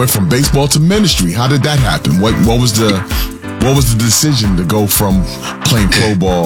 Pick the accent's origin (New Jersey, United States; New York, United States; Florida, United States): New York, United States; Listen, I'm a New Yorker, man, so I dig at my fellow New Yorkers that are Met fans.